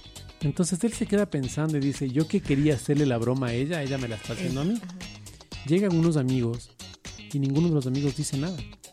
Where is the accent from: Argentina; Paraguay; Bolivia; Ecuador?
Ecuador